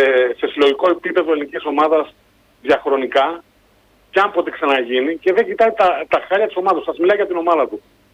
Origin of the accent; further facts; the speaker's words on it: Rafina, Attica, Greece; από τη Ραφίνα, είμαι Ολυμπιακός.